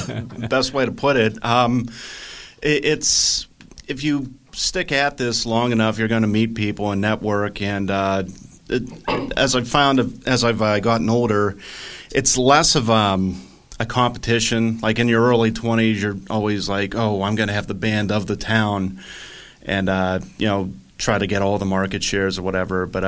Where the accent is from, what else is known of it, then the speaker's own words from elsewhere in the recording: Baldwin, Pennsylvania, United States; Yes, I'm actually from Baldwin.